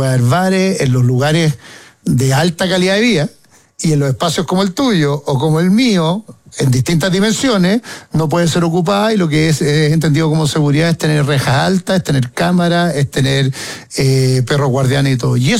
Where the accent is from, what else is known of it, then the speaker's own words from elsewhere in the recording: Ñuñoa, Santiago Metropolitan, Chile; me pasa por Ñuñoa, del nacido y criado en Ñuñoa